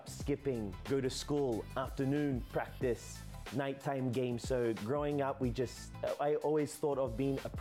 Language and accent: English; Australia; now in Philippines; I'm half Filipino, half Czech, born and raised in Australia.